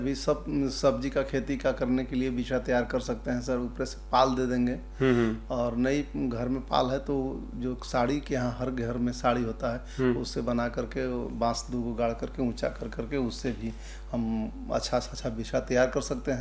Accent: Garhwa district, Jharkhand, India; हम गोंदा गांव के रहने वाले हैं।

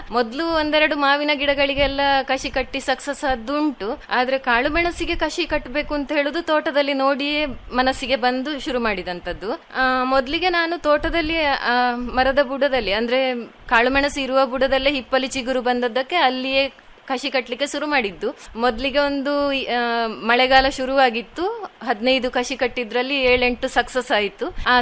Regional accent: Markanja, Karnataka, India; born there; moved away as an adult; now in Sediyappu, India; ನಾನು ಹುಟ್ಟಿದ್ದು ಸುಳ್ಯ ತಾಲೂಕಿನ ಮರ್ಕಂಜ ಗ್ರಾಮದಲ್ಲಿ. … ಕೃಷಿ ಕುಟುಂಬ.

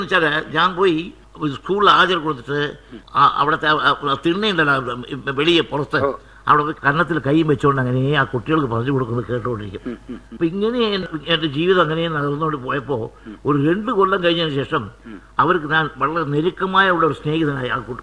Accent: Elappully, Kerala, India; പാലക്കാട് എലപ്പുള്ളി ഗ്രാമത്തിൽ എൻ്റെ വീട്. ഞാൻ അവിടെ ജനിച്ചു വളർന്നു.

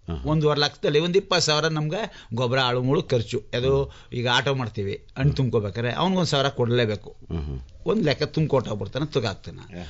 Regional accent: Kallipura, Karnataka, India; ನಮ್ಮ ಕಳ್ಳಿಪುರದಲ್ಲಿ ಆಡು ಕುರಿ ಸಾಕಾಣಿಕೆಯಲ್ಲಿ ಜೀವನ ಆಧಾರ.

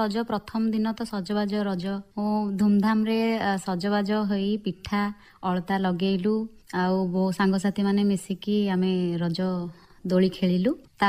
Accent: Puri, Odisha, India; born there; ଆଉ ମୁଁ ଓଡ଼ିଶାରେ ଜନ୍ମ ହେଇଛି, ସେଇଟା ବି ପୁରୀରେ ଶ୍ରୀକ୍ଷେତ୍ର ମାଟିରେ ଜନ୍ମ ହୋଇଛି, ସେଥିପାଇଁ ବହୁତ ଗର୍ବ ଅନୁଭବ କରେ।

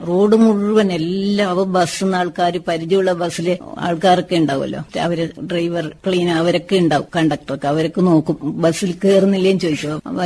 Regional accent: Mayyil, Kerala, India; അല്ലാതെ പിന്നെ ഗ്രൗണ്ട് ശരിക്കും ഇല്ല മയിൽ പഞ്ചായത്തിൽ.

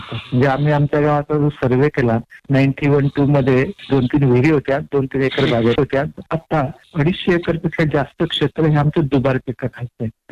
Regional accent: Baripada, Maharashtra, India

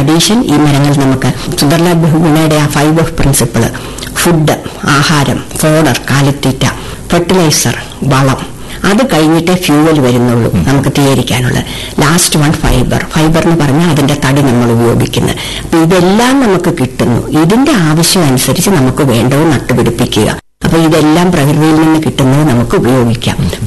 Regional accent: Onattukara, Kerala, India; ഞങ്ങളുടെ ഓണാട്ടുകാരുടെ ആ ഒരു ബാക്ക്ഗ്രൗണ്ട്

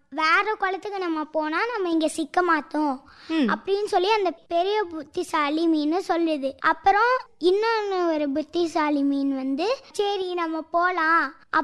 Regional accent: Karaikal, Puducherry, India; நான் வந்து காரைக்கால்ல இருந்து வந்தேன்.

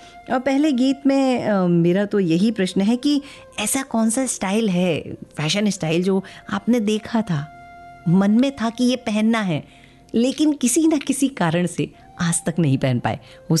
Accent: Mumbai, Maharashtra, India; born or raised there

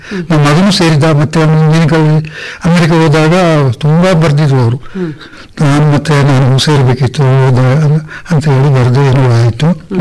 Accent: Murnad, Karnataka, India; Murnad, ಐಕೋಳ.

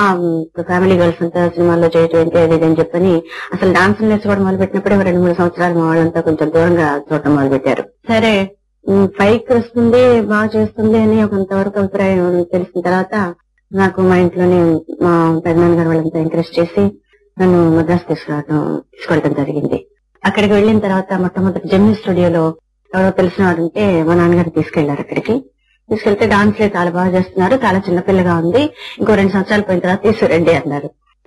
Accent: Vijayawada, Andhra Pradesh, India; moved away; also born or lived in Madras; నేను పుట్టింది పెరిగింది ఈ ఊరే.

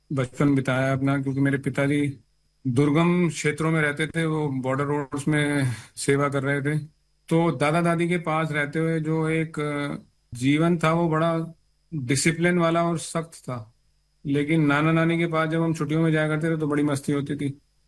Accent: Roorkee, Uttarakhand, India; also born or lived in Jagadhri, Haryana; मेरा जन्म हरियाणा में हुआ है, जगाधरी के पास, और मेरी सारी स्कूलिंग जो हुई है वो अब जिसको उत्तराखंड बोलते हैं, रुड़की, जो IIT रुड़की के लिए मशहूर है, वहां पे हुई है।

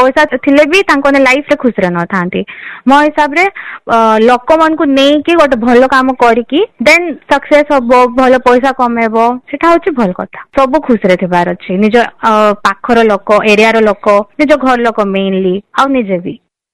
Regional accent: Kotpad, Odisha, India; but mainly ମୋର focus ଅଛି ମୁଁ ମୋ ଗାଁକୁ କେମିତି ଆଗରେ ନେବି

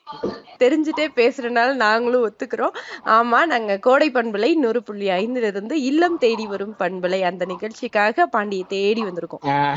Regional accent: Theni, Tamil Nadu, India; நான் வந்து தேனி தாங்க.

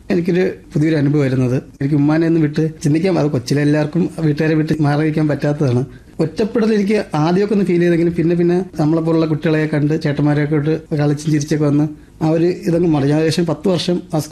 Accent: Varkala, Kerala, India; born or raised there

